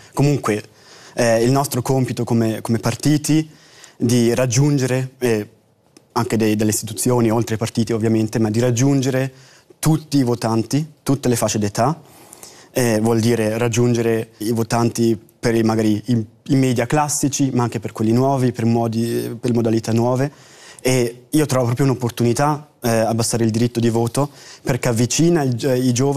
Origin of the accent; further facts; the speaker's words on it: Switzerland; noi come Svizzera